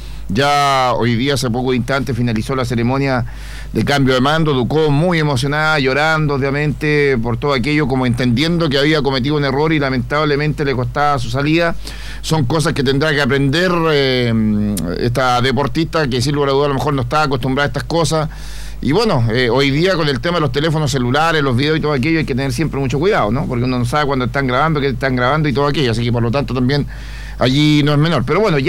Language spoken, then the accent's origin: Spanish; Chile